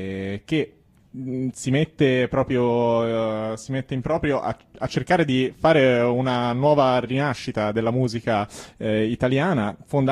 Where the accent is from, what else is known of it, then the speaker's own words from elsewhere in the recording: Florence, Tuscany, Italy; Sono di Arezzo, quindi già qui insomma sento già un po' di freddino perché ci stiamo allontanando dal nostro nucleo caldo fiorentino.